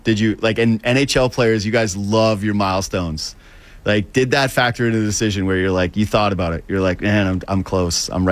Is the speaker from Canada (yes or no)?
yes; Whitehorse, Yukon, Canada; moved away; Yeah, no, I'm from Whitehorse, Yukon originally, and so I spent a lot of time in Alaska, especially as a kid.